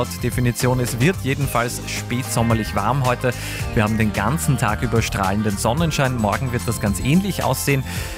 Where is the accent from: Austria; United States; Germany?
Austria; Also so der erste größere Kaltlufteinbruch bei uns in Österreich.